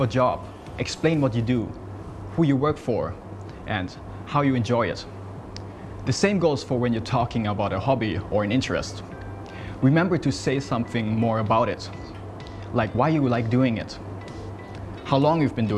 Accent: Mae Hong Son, Thailand; now in Bangkok, Thailand; I'm from Mae Hong Son, but now I live in Bangkok.

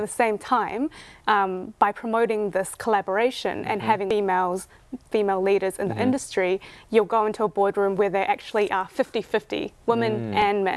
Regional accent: New Zealand; also born or lived in Thailand; for me, I grew up in New Zealand mm-hmm. and Thailand. Mm-hmm. So I was able to see the differences in how people lived in both countries.

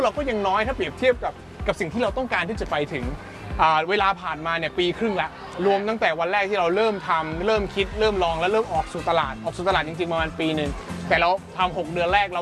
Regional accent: Ko Samui, Surat Thani, Thailand

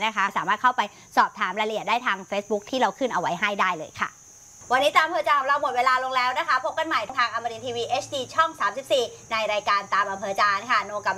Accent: Southern Thailand, Thailand; ไม่ได้เราเป็นคนใต้

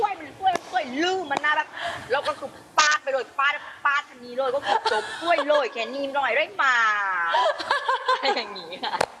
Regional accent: Phang Nga, Thailand

